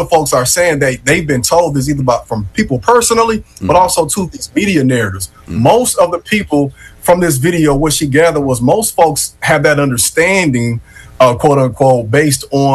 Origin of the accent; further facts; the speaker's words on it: Chicago, Illinois, United States; When I was growing up in Chicago in the 90s